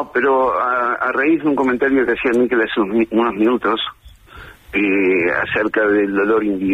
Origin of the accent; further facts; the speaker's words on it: Uruguay; Yo soy uruguayo.